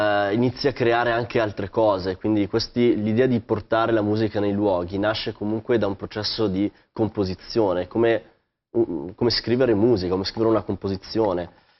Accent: Lombardy, Italy; sono legato al lago di Como perché è la mia regione natale

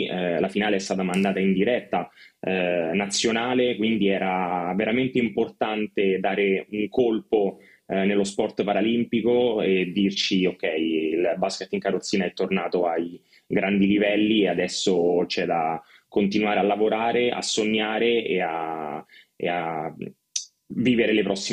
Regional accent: Rome, Lazio, Italy; io sono di Roma, sono nato a Roma, cresciuto a Roma

